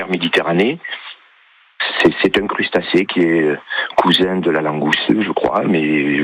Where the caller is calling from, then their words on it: Cavaillon, Provence-Alpes-Côte d'Azur, France; j'habite à Cavaillon dans l'année, mais là, je suis en vacances d'un tout petit village en Lozère.